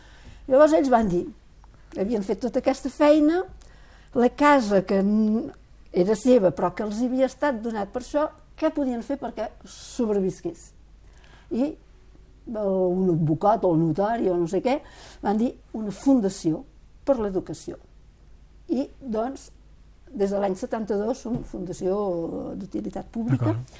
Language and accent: Catalan; Catalonia, Spain; now in France; jo vinc de Catalunya.